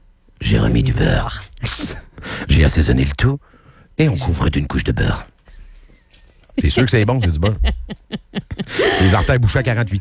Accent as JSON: {"language": "French", "region": "Quebec", "country": "Canada", "said": "parce qu'on est américain."}